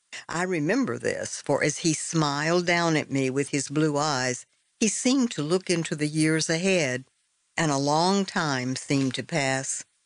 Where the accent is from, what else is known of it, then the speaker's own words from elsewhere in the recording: New Orleans, Louisiana, United States; who I grew up with in New Orleans